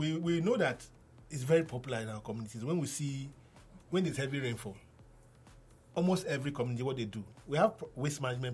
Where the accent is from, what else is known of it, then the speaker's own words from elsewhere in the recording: Benin City, Edo, Nigeria; I grew up in Edo State, in Benin City.